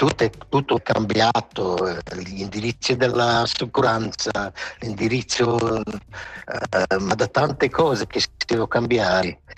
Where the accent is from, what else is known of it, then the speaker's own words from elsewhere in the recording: Schuol, Graubünden, Switzerland; Ma sai, Schuol non è un grande villaggio, è piccolo, abbiamo 2500 abitanti